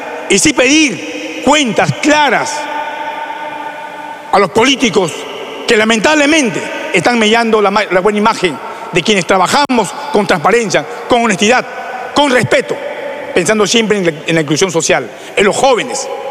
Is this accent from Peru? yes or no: yes; Peru; Juntos por el Perú es un partido que representa al Perú profundo, a la gente de los cerros de donde yo vengo.